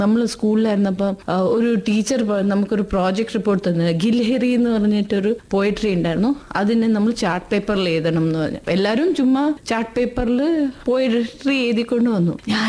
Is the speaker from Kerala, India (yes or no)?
no; Firozpur, Punjab, India; born there